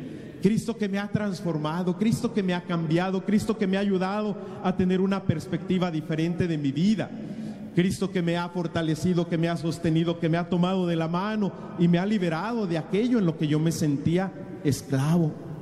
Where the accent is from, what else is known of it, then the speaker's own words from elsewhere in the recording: Mexico; born there; moved away; nosotros los que nacimos en México